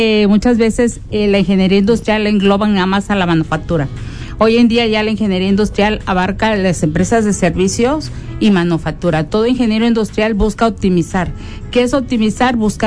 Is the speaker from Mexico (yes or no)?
yes; Orizaba, Veracruz, Mexico; soy de Orizaba